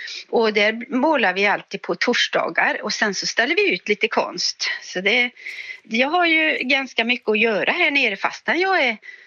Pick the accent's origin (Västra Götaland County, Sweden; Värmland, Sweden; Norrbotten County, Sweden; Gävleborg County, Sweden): Västra Götaland County, Sweden; Uddevalla; born there; now in Öland, Sweden; Ja, jag är egentligen född i Uddevalla.